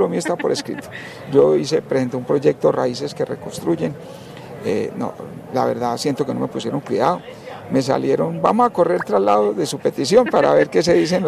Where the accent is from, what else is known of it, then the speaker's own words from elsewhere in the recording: Filandia, Quindío, Colombia; yo engañé a mi pueblo de Finlandia.